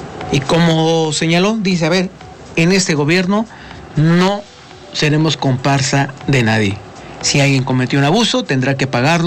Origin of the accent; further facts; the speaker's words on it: Mexico; lo que nosotros como mexicanos vivimos